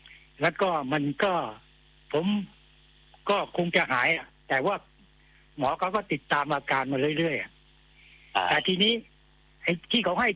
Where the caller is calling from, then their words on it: Khon Kaen, Thailand; ขอนแก่นครับ